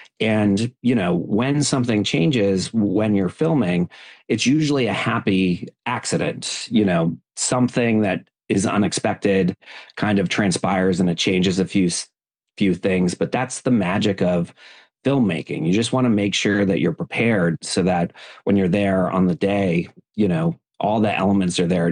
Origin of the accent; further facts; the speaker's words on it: New England, United States; I mean, you know, I grew up in New England and I've spent most of my career in New York City.